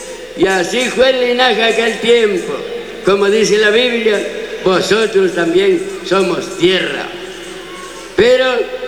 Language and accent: Spanish; San Miguel Ixtahuacán, San Marcos, Guatemala